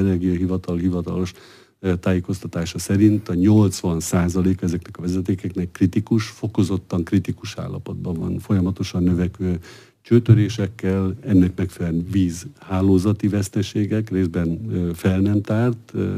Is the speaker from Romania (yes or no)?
no; Hungary; én is egy kis faluban születtem